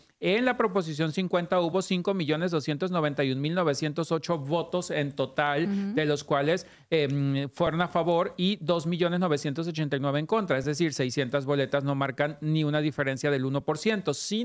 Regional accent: Mexico; moved away as an adult; now in United States; yo como mexicano y que básicamente más de la mitad de mi vida la pasé allá

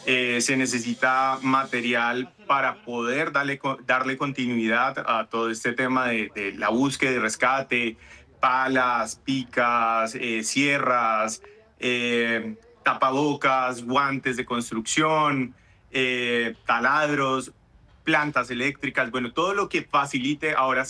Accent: Cali, Valle del Cauca, Colombia; pero también hay algo positivo y es que como caleños nos hemos solidarizado mucho

